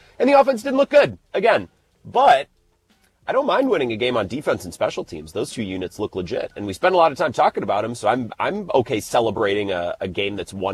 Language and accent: English; Wisconsin, United States; the pride of Bloomer, Wisconsin, just north of my hometown